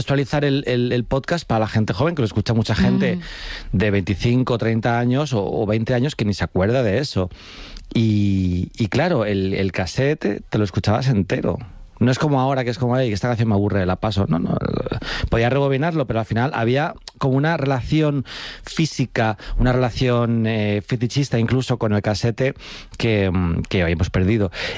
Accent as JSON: {"language": "Spanish", "town": "Alcorcón", "region": "Community of Madrid", "country": "Spain", "said": "cuando me decían, ¿tú de dónde eres? Yo decía, Alcorcón, la gente era como, ¿sabes? En plan, como que les parecía gracioso ser de Alcorcón. Y yo, ¿qué pasa? En plan, para mí ser de Alcorcón era normal."}